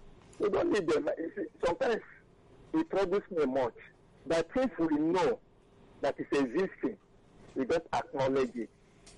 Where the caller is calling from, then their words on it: Nigeria; I'm calling from Eda.